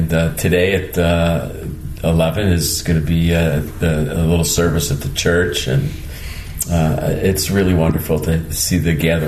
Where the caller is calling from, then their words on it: Dumas, Arkansas, United States; I'm calling from Dumas, Arkansas.